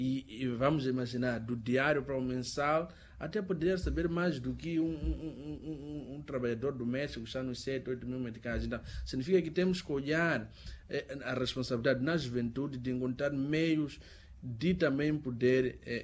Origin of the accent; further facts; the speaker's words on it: Tete, Mozambique; eu sou de Tete